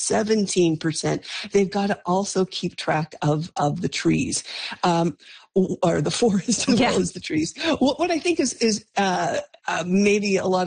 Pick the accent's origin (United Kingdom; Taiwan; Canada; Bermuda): Canada; now in United States; I think I'm a Canadian living in the United States.